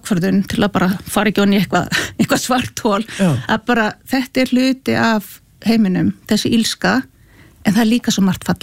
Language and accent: Icelandic; Akureyri, Northeastern Region, Iceland; Og við erum alveg upp á Akureyri